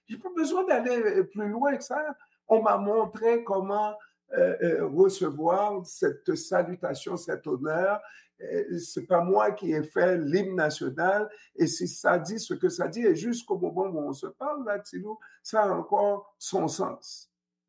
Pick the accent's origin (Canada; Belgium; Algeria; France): Canada; parce que je suis canadien